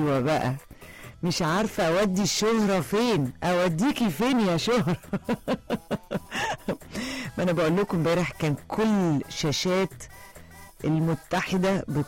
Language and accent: Arabic; Egypt; هي دي مصر بلدنا, نفتخر ان احنا مصريين.